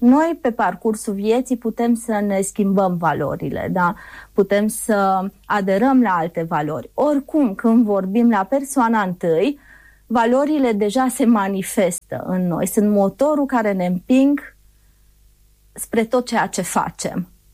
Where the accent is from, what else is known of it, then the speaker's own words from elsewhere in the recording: Romania; m-am născut în România